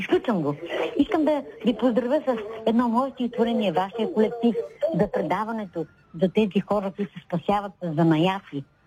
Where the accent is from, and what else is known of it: Plovdiv, Plovdiv Province, Bulgaria